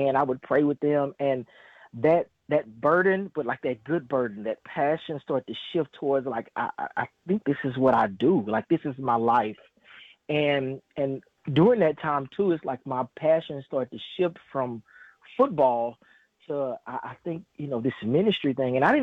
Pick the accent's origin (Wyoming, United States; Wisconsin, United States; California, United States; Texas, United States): Texas, United States; Dallas; moved away; being a Dallas boy, I grew up born and raised in Dallas